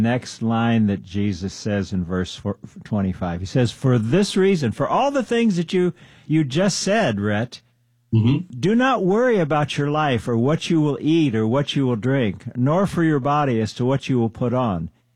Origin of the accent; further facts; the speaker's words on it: Germany; also born or lived in Turkey; I grew up in living in Germany and Turkey. My dad was in the military. Then I lived out in the Philippines and Indian Ocean on aircraft carriers.